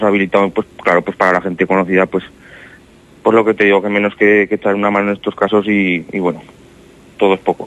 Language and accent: Spanish; Aragon, Spain; en Salaba, que es mi pueblo, pues también todos que tenemos algún piso o alguna casa